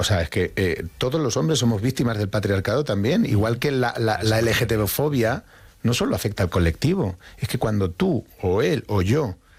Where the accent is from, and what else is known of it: Getafe, Community of Madrid, Spain; born or raised there